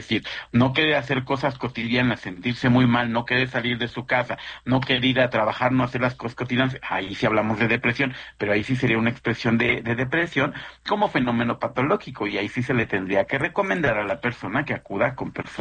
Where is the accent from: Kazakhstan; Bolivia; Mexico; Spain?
Mexico